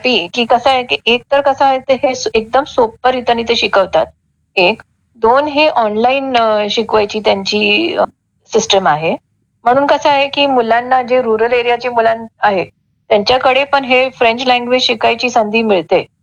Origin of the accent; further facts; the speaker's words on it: Pune, Maharashtra, India; moved away as an adult; now in Solapur, India; मी actually मूळची पुण्याची आहे, शिक्षण सगळं माझं तिथं झालं आहे, आणि लग्न करून मग सोलापूरला आले.